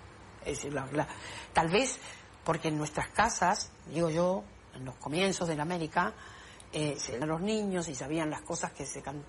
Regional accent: Corrientes, Argentina; soy correntina, tengo 61 años.

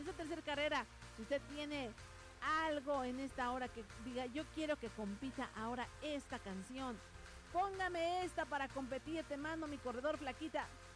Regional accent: Tlaxcala, Mexico; ser tlaxcalteca, pues mucho mejor, porque nosotros los tlaxcaltecas somos aquellos que vivimos en la cuna de la nación, en la cuna de este bello país de México.

